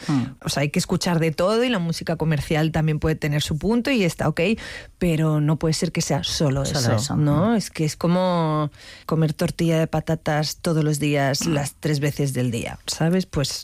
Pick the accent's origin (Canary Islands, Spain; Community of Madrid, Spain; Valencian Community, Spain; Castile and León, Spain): Canary Islands, Spain; Yo creo que el punto tropical, siendo tinerfeña, lo va a hacer increíble.